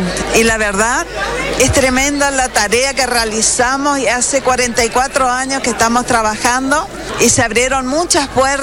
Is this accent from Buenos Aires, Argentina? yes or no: no; Corrientes, Argentina; now in Chaco, Argentina; Soy correntina, hace muchos años vivo en el Chaco, es más, soy chaqueña, amo el Chaco y peleo por el Chaco.